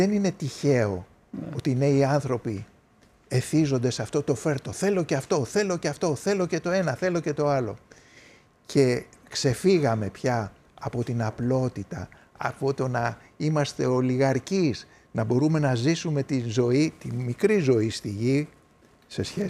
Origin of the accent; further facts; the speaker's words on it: Greece; Είμαστε μια κοινωνία, είμαστε ένα σύνολο σαν Έλληνες, σαν Ευρωπαίοι, σαν παγκόσμιοι άνθρωποι